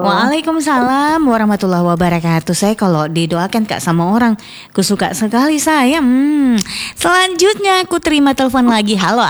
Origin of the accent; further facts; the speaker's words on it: Maros, South Sulawesi, Indonesia; kita orang Maros